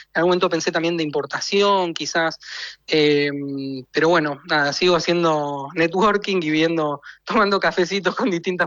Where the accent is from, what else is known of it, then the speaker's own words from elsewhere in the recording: Argentina; now in Chile; No, nosotros somos, los argentinos somos más parecidos a los uruguayos en ese sentido. Hay como otra cosa, somos rioplatenses.